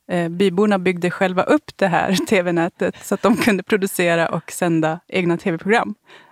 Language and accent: Swedish; Norrbotten County, Sweden; moved away as an adult; now in Stockholm, Sweden; Vi är ju systrar från Tornedalen.